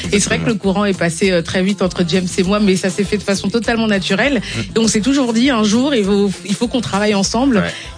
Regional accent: Guadeloupe; Et moi, donc, je suis originaire de la Guadeloupe et donc, j'étais biberonnée au Zouk.

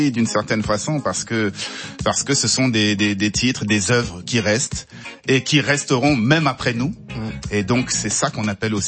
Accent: Sarcelles, Île-de-France, France; Nous, on a grandi à Garches-Sarcelles, je le rappelle, dans le 95. Et donc, on a grandi au milieu de la communauté afro dans son ensemble

